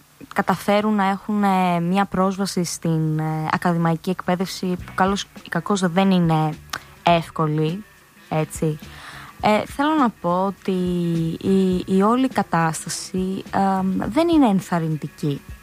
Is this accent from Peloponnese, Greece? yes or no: yes; Kalamata, Peloponnese, Greece; για την Καλαμάτα, στα μέρη μου.